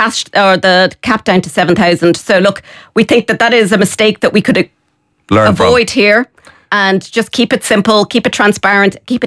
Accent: Ireland; we as Irish citizens

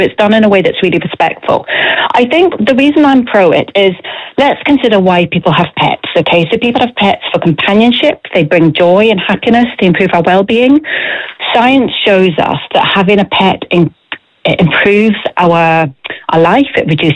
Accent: Scotland, United Kingdom; now in Ireland; I'm from Scotland. I've lived in Ireland 6 years.

